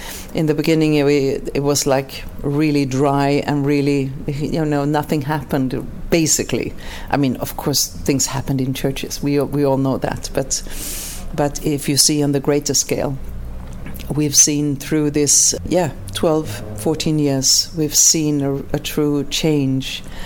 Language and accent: English; Sweden; moved away; I'm from Sweden and he's from Denmark.